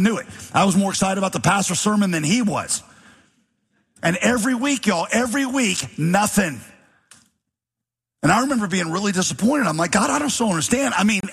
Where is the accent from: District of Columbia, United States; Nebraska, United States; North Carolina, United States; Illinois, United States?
North Carolina, United States; Winston-Salem; moved away; I grew up in Winston-Salem. That was my home city. The time I was two, went to college, Winston-Salem. And so I got saved there when I was 16.